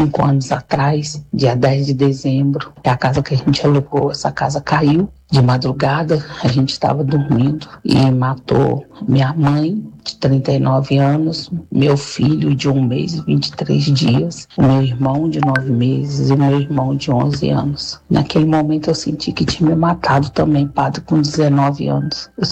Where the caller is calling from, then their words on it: Juiz de Fora, Minas Gerais, Brazil; eu sou da cidade de Juiz de Fora, Minas Gerais.